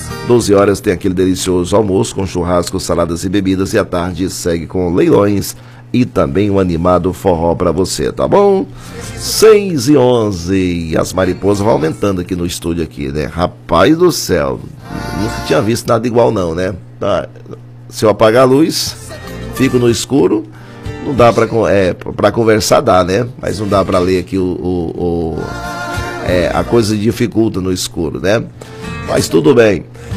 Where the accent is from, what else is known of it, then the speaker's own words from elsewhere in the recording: Brazil; Somos brasileiros